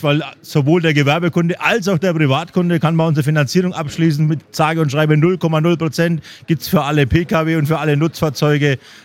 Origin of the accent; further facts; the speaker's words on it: Dörfleins, Bavaria, Germany; frisch gezapftes Bier, wie immer aus meiner Heimatstadt, aus Dörfleins von der Brauerei Eichhorn.